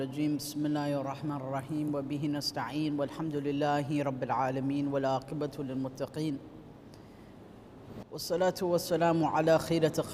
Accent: Toronto, Ontario, Canada; moved away; And I was brought up in the West. I mean, brought up in Toronto. I'm a native of Toronto, brought up there.

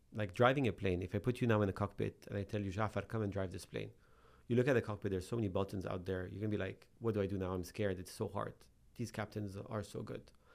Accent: South Governorate, Lebanon; moved away; Especially, I'm from the South.

